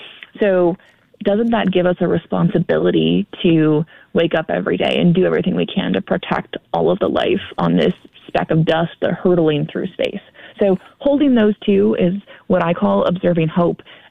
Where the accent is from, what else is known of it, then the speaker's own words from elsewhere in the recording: Utah, United States; I'm a mountain girl. I grew up in Utah. I could see the Milky Way from my back deck when I was little